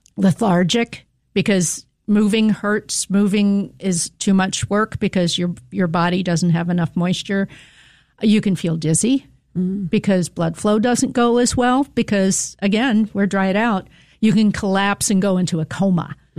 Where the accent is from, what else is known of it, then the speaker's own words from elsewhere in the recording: East Coast, United States; moved away; this is the type of heat I grew up with on the East Coast